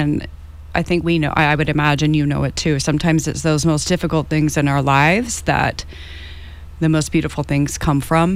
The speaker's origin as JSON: {"language": "English", "region": "Utah", "country": "United States", "lives_now": "Los Angeles, United States", "said": "And I was from Utah, and everyone else, you know, most of my career has been in LA or here. So everyone thought it was really funny … since I'm from the mountains."}